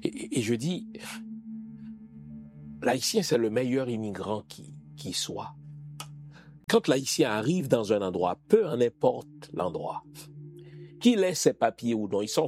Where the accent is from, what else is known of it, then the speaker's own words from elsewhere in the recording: Haiti; mais bon Dieu, mais quelle fierté, moi aussi je suis haïtien